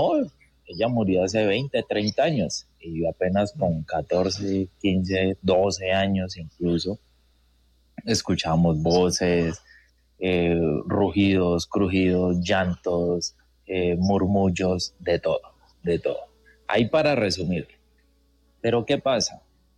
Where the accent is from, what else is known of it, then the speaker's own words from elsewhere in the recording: Casanare, Colombia; now in Funza, Colombia; Yo desde niño, yo soy oriundo del Casanare.